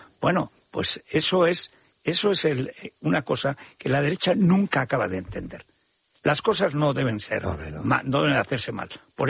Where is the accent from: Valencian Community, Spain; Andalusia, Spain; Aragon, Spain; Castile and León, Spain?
Aragon, Spain; como aragonés es muy cabezón